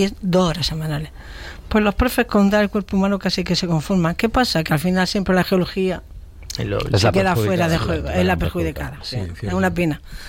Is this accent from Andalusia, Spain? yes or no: yes; Granada, Andalusia, Spain; moved away as an adult; now in Almería, Spain; Yo soy granadina y cuando yo vine a vivir aquí hace 25 años